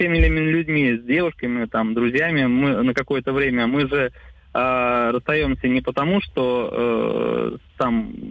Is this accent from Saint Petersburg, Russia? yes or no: yes; Saint Petersburg, Russia; С Санкт-Петербурга.